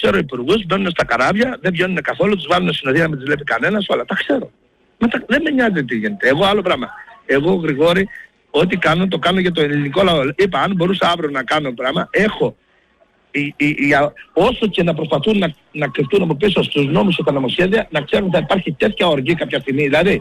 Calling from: Crete, Greece; όλη η περιουσία μας στην Κρήτη είναι η ιδιοκτησία μας

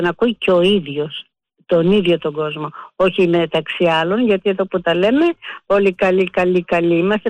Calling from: Piraeus, Attica, Greece; από Πειραιά.

